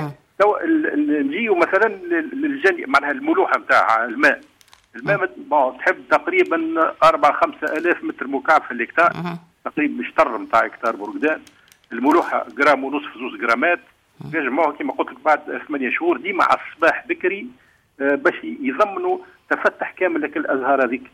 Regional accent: Tunisia; في تونس عندنا

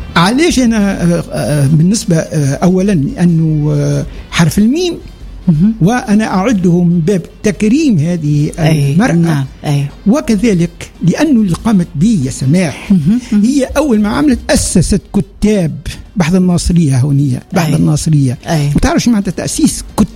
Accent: Sfax, Sfax Governorate, Tunisia; بلدي صفاقس

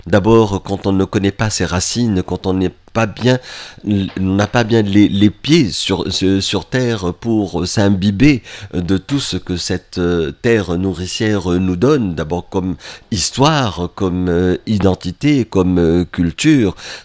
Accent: Tunisia; en sachant que notre contribution en tant que Tunisien dans ce savoir mondial, universel, est extrêmement faible.

